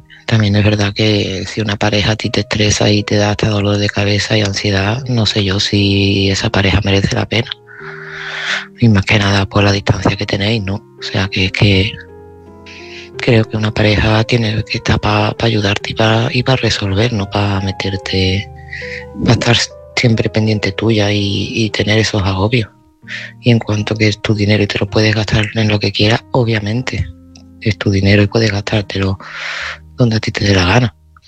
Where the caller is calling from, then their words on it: Seville, Andalusia, Spain; de Sevilla